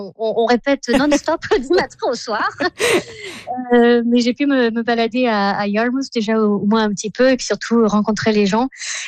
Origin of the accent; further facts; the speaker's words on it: Provence-Alpes-Côte d'Azur, France; now in Düsseldorf, Germany; moi, je suis française de la Côte d'Azur, mais j'habite à Düsseldorf. Je venais d'Allemagne.